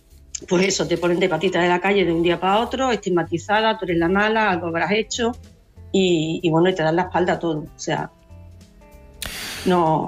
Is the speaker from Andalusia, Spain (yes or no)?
yes; Seville, Andalusia, Spain; moved away; yo soy de Sevilla.